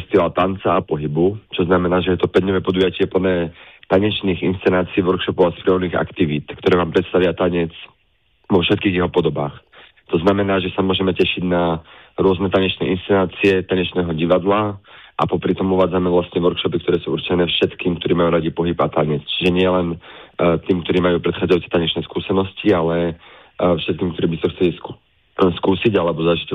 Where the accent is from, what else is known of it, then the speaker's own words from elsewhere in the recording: Námestovo, Žilina Region, Slovakia; moved away; Námestovo je mesto, odkiaľ pochádzam ja, rovnako veľká časť organizačného tímu.